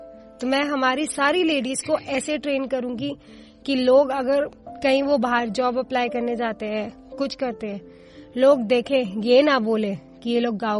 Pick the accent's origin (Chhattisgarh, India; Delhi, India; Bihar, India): Delhi, India; दिल्ली की ही रहने वाली हूँ।